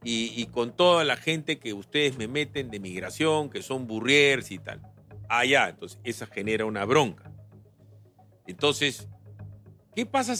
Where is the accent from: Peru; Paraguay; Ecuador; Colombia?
Peru